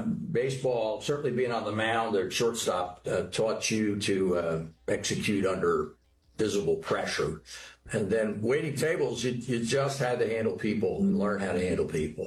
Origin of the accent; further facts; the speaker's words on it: Jersey City, New Jersey, United States; Jersey City, New Jersey.